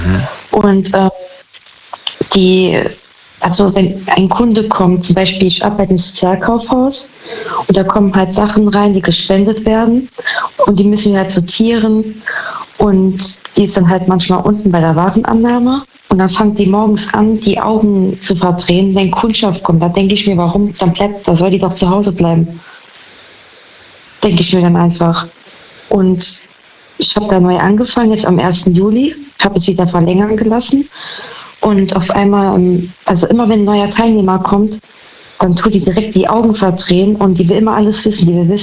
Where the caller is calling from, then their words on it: Saarbrücken, Saarland, Germany; Saarbrücken.